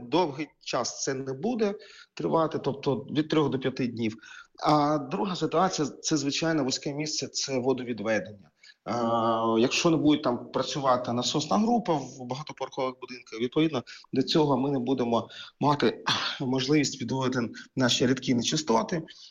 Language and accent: Ukrainian; Kharkiv, Kharkiv Oblast, Ukraine; в моєму рідному Харкові